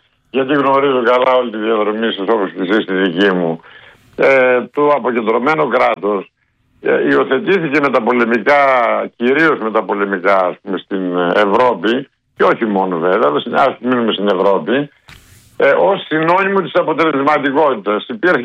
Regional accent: Macedonia, Greece; Η Χαλκιδική την ξέρω λίγο καλύτερα από εκείνο, ως Μακεδόνας.

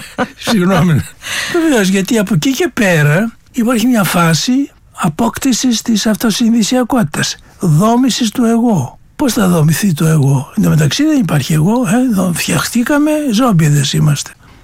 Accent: Kastoria, Western Macedonia, Greece; born there; also born or lived in Kalambaka / Konitsa; Γεννήθηκα στην Καστοριά.

